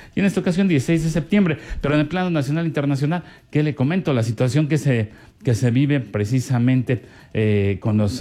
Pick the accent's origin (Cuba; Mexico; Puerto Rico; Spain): Mexico; somos mexicanos y que nos reconocen en cualquier parte del mundo